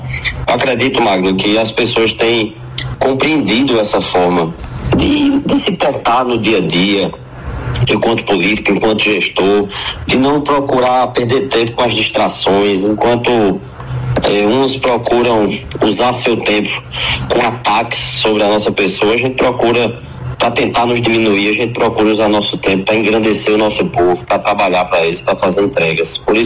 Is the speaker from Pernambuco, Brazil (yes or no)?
yes; Pernambuco, Brazil